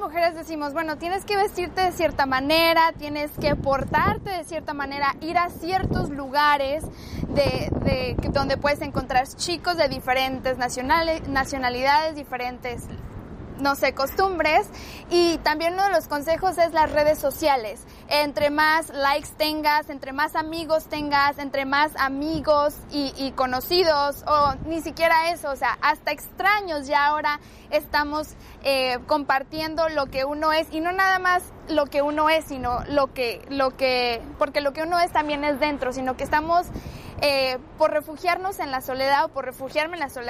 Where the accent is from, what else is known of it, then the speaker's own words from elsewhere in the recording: Mexico; moved away; yo soy mexicana y en México vivía en un pueblo pequeño, como dicen, pueblo pequeño, infierno grande.